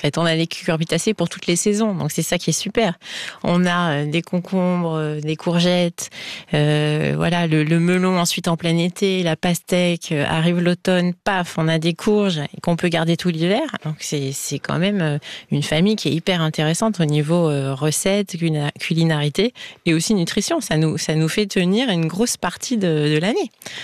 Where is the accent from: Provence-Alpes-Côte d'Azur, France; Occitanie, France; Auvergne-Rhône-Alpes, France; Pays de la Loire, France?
Auvergne-Rhône-Alpes, France; Grenoble; je viens de Grenoble